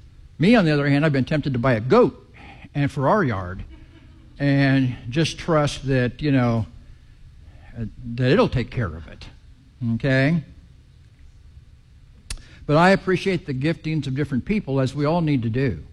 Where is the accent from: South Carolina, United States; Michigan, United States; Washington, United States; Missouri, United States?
Missouri, United States; Kansas City; I grew up in Kansas City. Well, to the extent that I grew up, it was in Kansas City.